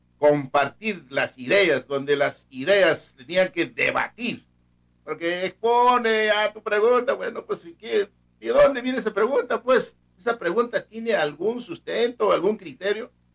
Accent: Chumpi, Ayacucho, Peru; soy de Guayo, de Soco, porque mis padres son de ahí, pero yo soy chumpino, pues, por eso digo que 100% chumpino, porque en Chumpi he nacido, ni siquiera he nacido en el hospital, sino en la casa, con la partera, con el sanitario, Raúl Cuya

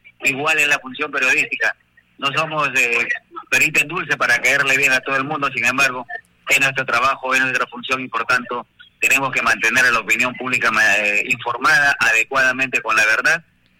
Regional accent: Palpa, Ica, Peru; moved away; Feliz de haber llegado hace unos minutos aquí a mi tierra de Palpa

